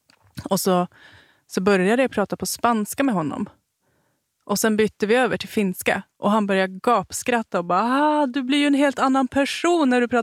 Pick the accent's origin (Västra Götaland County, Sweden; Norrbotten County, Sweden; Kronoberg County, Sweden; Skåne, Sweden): Norrbotten County, Sweden; Haparanda; now in Stockholm, Sweden; För så här pratar man inte i Haparanda som vi gör.